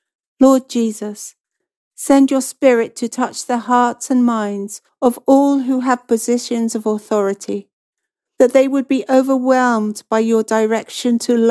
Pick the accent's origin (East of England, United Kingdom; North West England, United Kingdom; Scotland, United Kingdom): East of England, United Kingdom; I'm from Cambridgeshire.